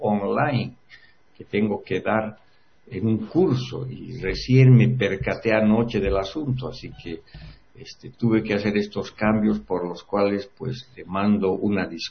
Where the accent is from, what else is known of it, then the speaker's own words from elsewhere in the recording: Bolivian highlands, Bolivia; Por un frío bastante agradable para los collitas poliglobúlicos como yo.